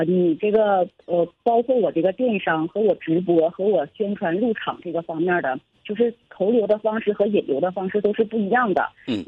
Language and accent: Chinese; Changchun, Jilin, China; 因为我是在这土生土长的，接触这个梅花鹿吧，就是比较是真心的去喜欢这份事业的，就是喜欢这份事业，在自己的家乡成长之后呢，就是想让更多的人知道双阳鹿乡，